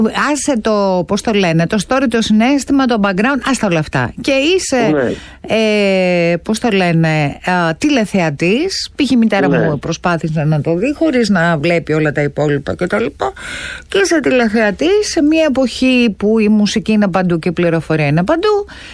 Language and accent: Greek; Serres, Central Macedonia, Greece; γιατί και εγώ από τα Σέρας είμαι από τα Σέρας, έτσι.